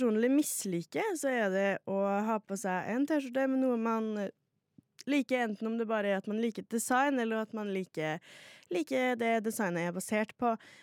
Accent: Trøndelag, Norway; Jeg er trønder, jeg bare heier på Rosenborg på et vis.

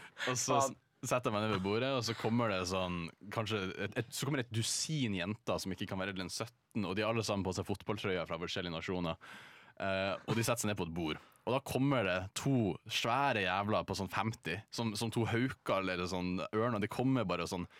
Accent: Bodø, Nordland, Norway; moved away; så er ikke jeg herfra, jeg er fra Bodø.

